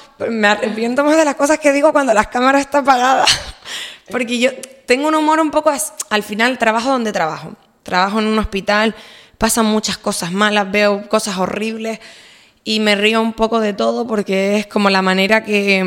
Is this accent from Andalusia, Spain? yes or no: no; Canary Islands, Spain; Yo siento que soy la canaria que dice las cosas que un montón de gente piensa y nadie dice.